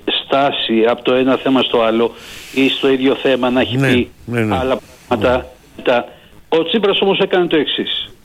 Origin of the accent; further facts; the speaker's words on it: Corinth, Peloponnese, Greece; εγώ έχω καταγωγή από την Κόρινθο και λέγανε Κορίνθη Πελοποννήση των Πελοποννησίων.